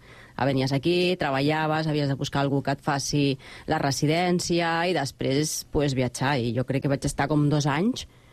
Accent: Guayaquil, Guayas, Ecuador; bon dia. Jo sóc de l'Equador, concretament de Guayaquil, un poble que està a 2 hores, per dir-ho així. El meu poble és petit, és pobre, per dir-ho així.

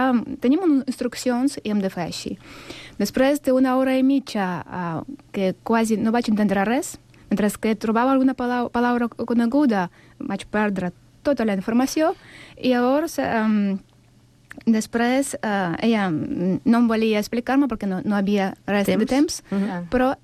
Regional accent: Sant Cugat del Vallès, Catalonia, Spain; Soc de Sant Cugat, però a cada setmana vaig a Vilafranca del Penedès perquè els senseis són meravellosos.

